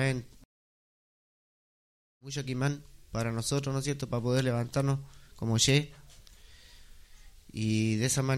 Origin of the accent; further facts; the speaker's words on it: Penco, Biobío, Chile; soy de aquí de Penco, soy criado aquí en este territorio, en los cerros, ¿no es cierto? En el Lauquén.